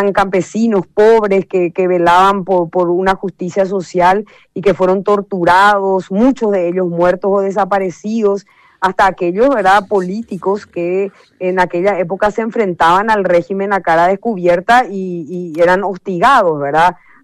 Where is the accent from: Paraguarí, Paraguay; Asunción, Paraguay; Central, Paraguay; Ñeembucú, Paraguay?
Asunción, Paraguay; born there; also born or lived in Pedro Juan Caballero; yo nací en Asunción, pero